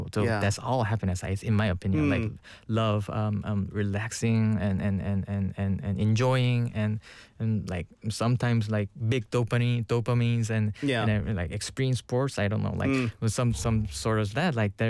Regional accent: South Korea; English is a second language; And after that, I didn't learn that much like in normal English that we learn in Korea.

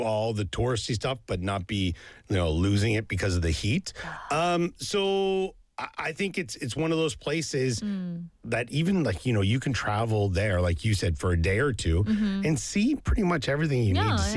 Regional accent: Canada; now in South Korea; we live in Korea. I'm originally from Canada, but like the kid's mom is Korean.

